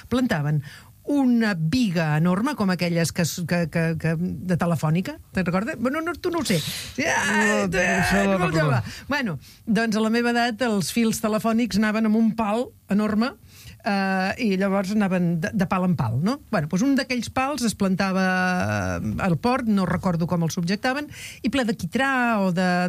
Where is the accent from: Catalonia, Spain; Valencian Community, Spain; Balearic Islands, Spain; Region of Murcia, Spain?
Catalonia, Spain; Arenys de Mar; els que som d'Arenys